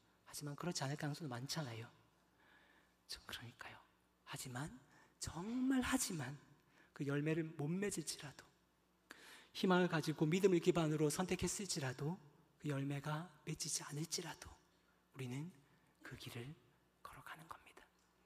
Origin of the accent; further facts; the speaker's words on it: Geochang, South Gyeongsang, South Korea; 경남 거창이라는 정말 시골, 덕유산과 지리산이 다 가로막고 있는 그런 동네입니다.